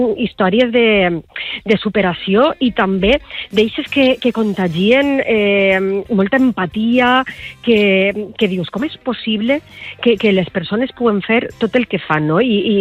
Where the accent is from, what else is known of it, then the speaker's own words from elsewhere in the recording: Valencian Community, Spain; Com som els valencians